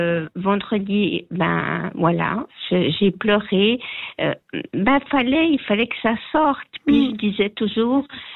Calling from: Vevey, Vaud, Switzerland; j'habite à Vevey, proche de Vevey

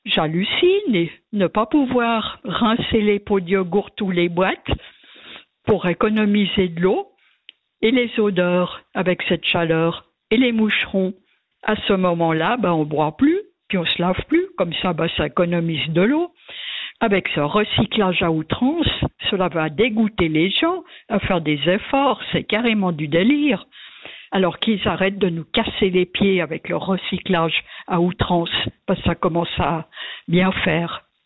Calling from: Geneva, Switzerland; je suis à Genève.

